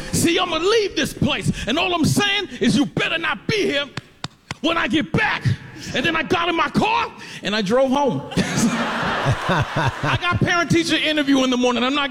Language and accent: English; Scarborough, Ontario, Canada; Now, ladies and gentlemen, I'm 40 years old. I don't have no time to be fighting in no bar. But I'm from Scarborough, Ontario.